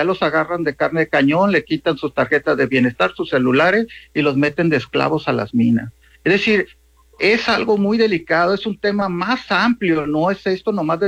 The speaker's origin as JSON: {"language": "Spanish", "town": "Mazatlán", "region": "Sinaloa", "country": "Mexico", "also_born_or_lived": "Mexico City", "said": "Yo estaba, de hecho, trabajando en la Ciudad de México. Soy de Mazatlán. Vine aquí, me encontré con este problema y ayudé."}